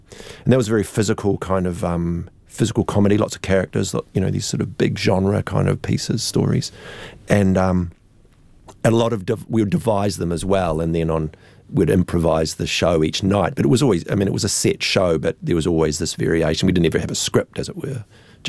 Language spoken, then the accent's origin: English; Dunedin, Otago, New Zealand; No, love out to people from Christchurch, but I am from Dunedin.